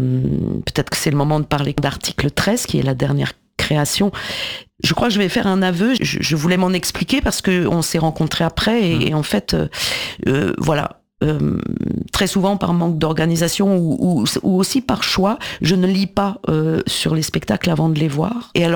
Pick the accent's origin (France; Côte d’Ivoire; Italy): France; nous, en tant que Français blancs et économiquement viables